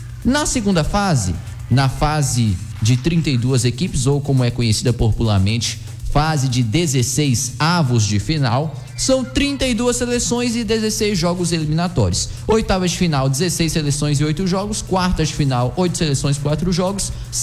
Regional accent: Brazil; eu sou da Paraíba, temperatura pra mim sempre foi quente.

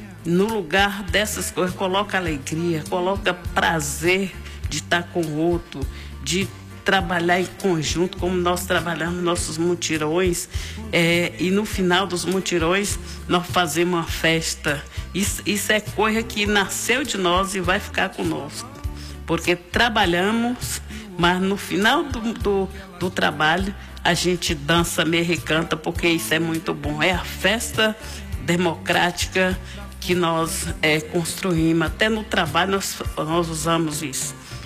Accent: Northeast Region, Brazil; E nós somos nordestinos com muito orgulho, com muito prazer e dignidade, né?

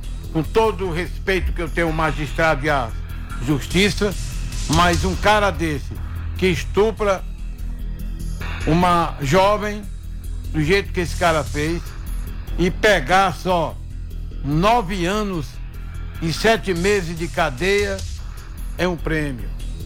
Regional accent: Brazil; born there; eu sou brasileiro nato

